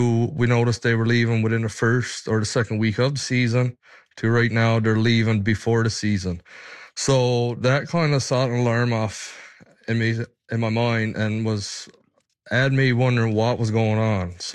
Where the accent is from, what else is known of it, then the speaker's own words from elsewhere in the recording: St. Paul's, Newfoundland and Labrador, Canada; I'm from St. Paul's on the Northern Peninsula.